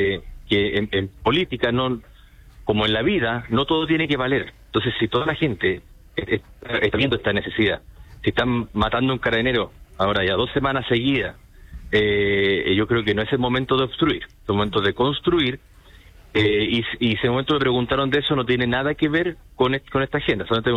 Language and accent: Spanish; Magallanes, Chile; Entonces, yo estoy cansado, uno como chileno, pero además como magallánico, con el manoseo que se ha dado a Estrecho Magallanes.